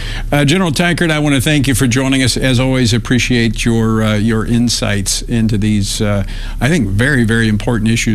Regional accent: Louisiana, United States; Among them is my home state of Louisiana.

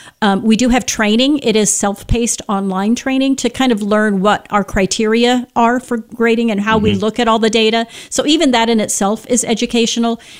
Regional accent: Missouri, United States; Missouri, my home state

